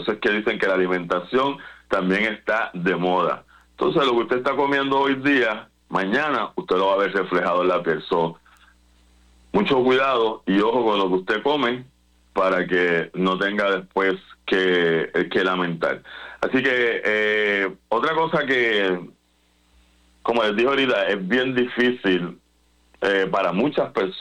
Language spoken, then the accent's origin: Spanish; Puerto Rico; nos afecta a nosotros como puertorriqueños también